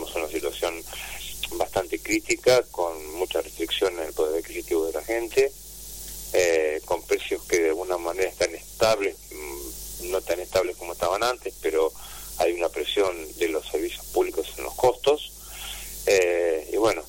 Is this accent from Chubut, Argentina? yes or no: no; Moreno, Buenos Aires Province, Argentina